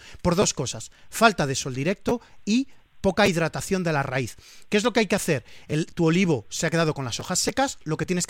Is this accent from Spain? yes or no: yes; Valencian Community, Spain